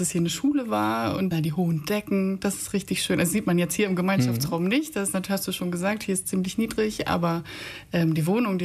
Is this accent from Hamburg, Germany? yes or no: yes; Hamburg, Germany; Also wir kommen eigentlich aus Hamburg